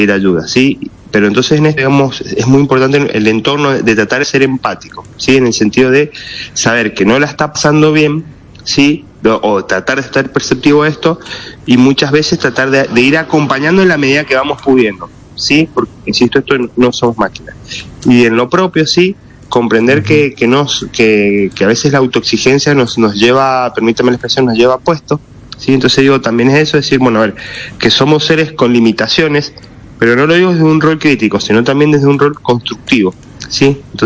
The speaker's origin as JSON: {"language": "Spanish", "country": "Argentina"}